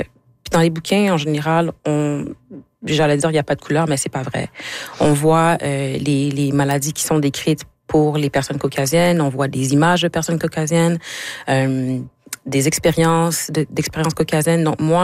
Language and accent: French; Quebec, Canada; moved away; Je suis partie du Québec, ça fait comme 7 ans.